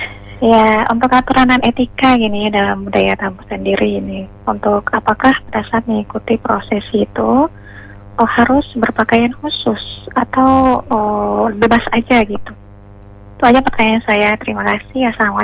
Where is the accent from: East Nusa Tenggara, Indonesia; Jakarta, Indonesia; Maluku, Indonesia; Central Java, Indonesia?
Maluku, Indonesia; Ya, saya dari Maluku Tengah, timurnya Desia.